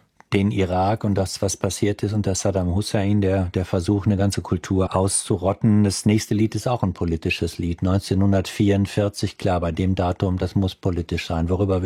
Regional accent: North Rhine-Westphalia, Germany; ich komme aus dem Dorf im Sauerland, gibt es bei uns wirklich was zu finden?

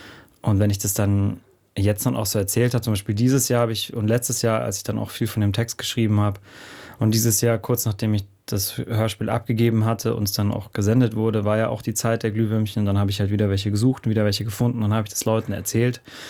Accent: Bavaria, Germany; Zwischen München und Garmisch-Partenkirchen. Genau, also ziemlich genau dazwischen.

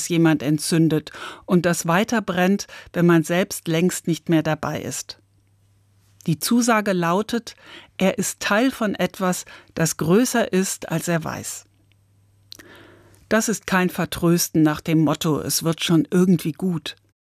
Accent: Frankfurt am Main, Hesse, Germany; 10 Menschen aus meiner Heimatstadt Frankfurt am Main haben ein Jahr lang jeweils einen jungen geflüchteten Mann begleitet.

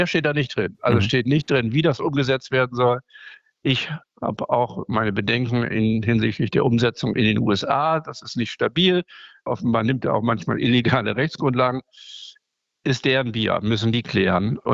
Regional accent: Northern Germany, Germany; Nein, also da bin ich als Norddeutscher

